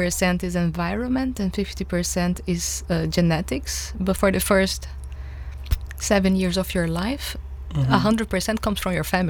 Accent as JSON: {"language": "English", "country": "Brazil", "tie": "born or raised there", "moved": "as an adult", "lives_now": "Belgium", "said": "I grew up in Brazil and I moved here for my master's degree."}